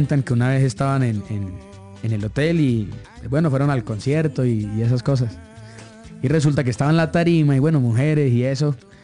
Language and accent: Spanish; Cúcuta, Norte de Santander, Colombia